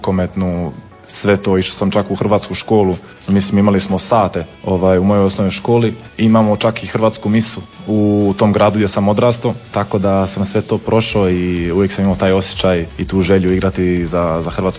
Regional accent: Germany; Ja sam odrastao u Njemačkoj, kod nas se kod kuće uvijek pričao hrvatski

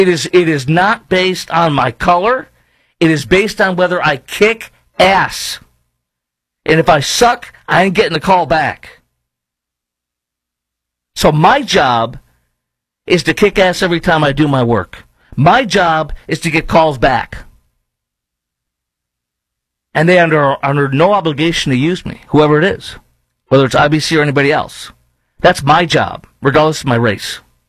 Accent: Chicago, Illinois, United States; moved away; I'm from there originally.

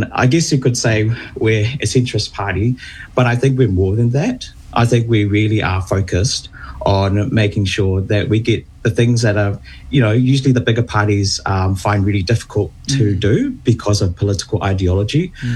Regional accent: North Shore, Auckland, New Zealand; also born or lived in Wellington / Australia; Well, I am a very proud Kiwi Samoan. Was born and brought up on the North Shore.

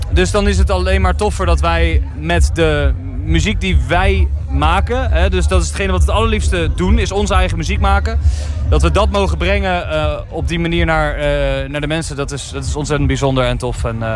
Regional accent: Walcheren, Zeeland, Netherlands; wij komen uit Zeeland wel aan de andere kant. Volgens deze kant de verkeerde kant van het water.

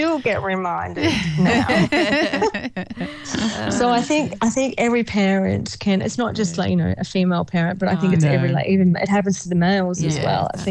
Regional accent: Australia; I think sometimes Australia, and I love Australia. It's my hometown

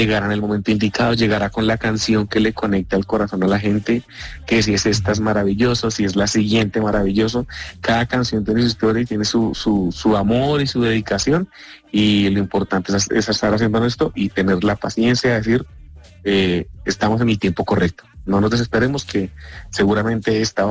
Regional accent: Bogotá, Colombia; yo soy Rolo, de esos orgullosos de mi querida Bogotá, pero amo representar a mi país.

